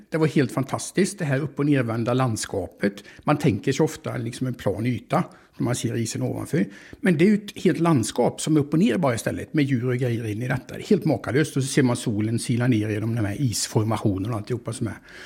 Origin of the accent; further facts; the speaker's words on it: Skövde, Västra Götaland County, Sweden; Jag är uppvuxen i Skövde, mitt ute på slätten.